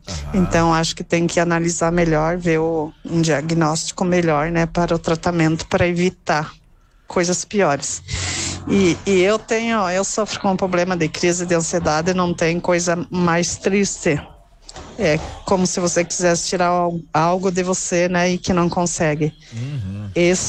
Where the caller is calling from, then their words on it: Joaçaba, Santa Catarina, Brazil; eu sou de Joaçaba.